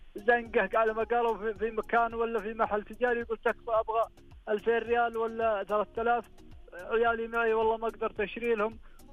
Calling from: Ranyah, Makkah Province, Saudi Arabia; من الرانية يا حبيبي.

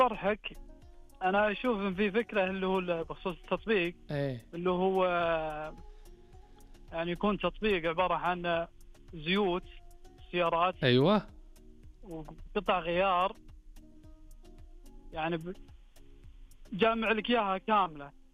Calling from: Najran, Najran Province, Saudi Arabia; من نجران.

